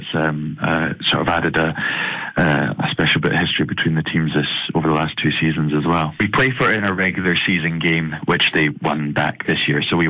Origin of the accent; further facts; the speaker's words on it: Scotland, United Kingdom; Yeah, well, I'm from Scotland, as you potentially could tell, so yep. I'm kind of born in the wet weather.